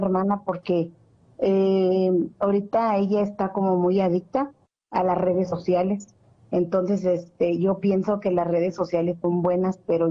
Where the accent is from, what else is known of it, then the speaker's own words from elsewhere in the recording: Sébaco, Matagalpa, Nicaragua; Sí, soy de Sébaco, departamento de Matagalpa.